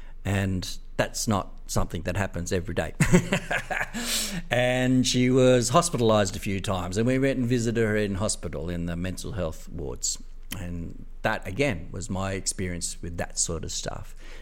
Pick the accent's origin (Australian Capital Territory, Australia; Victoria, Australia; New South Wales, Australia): New South Wales, Australia; Granville; I grew up in Granville, a very multicultural place, and I loved that.